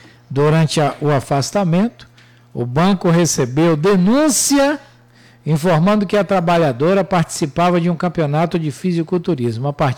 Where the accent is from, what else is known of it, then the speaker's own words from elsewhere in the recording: Brazil; Sou brasileiro, amo a seleção brasileira